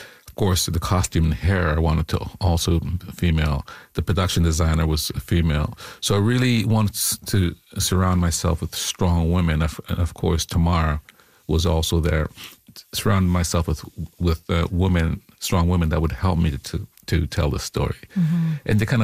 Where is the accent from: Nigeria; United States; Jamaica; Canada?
Jamaica; born there